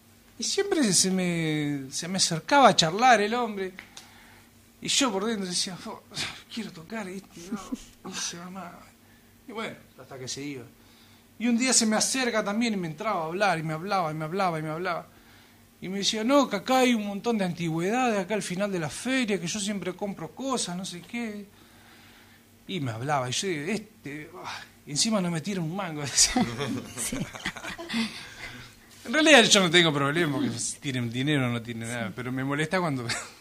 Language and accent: Spanish; Argentina